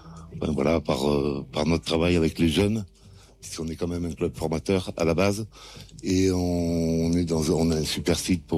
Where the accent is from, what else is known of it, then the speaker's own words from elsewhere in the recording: Toulouse, Occitanie, France; moved away as an adult; also born or lived in Paris; now in Saint-Père-Marc-en-Poulet, France; moi je suis originaire de Toulouse, et je faisais du rugby, c'était un peu mon métier sur Paris.